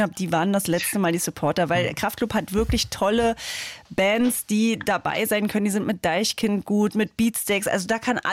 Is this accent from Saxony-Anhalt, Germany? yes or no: yes; Saxony-Anhalt, Germany; moved away; Ja, ich bin aus Sachsen-Anhalt